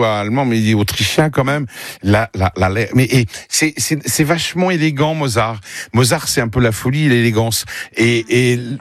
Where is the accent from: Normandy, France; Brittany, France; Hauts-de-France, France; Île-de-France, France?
Île-de-France, France; Paris; Je suis de Paris, alors l'accent toulousain, c'est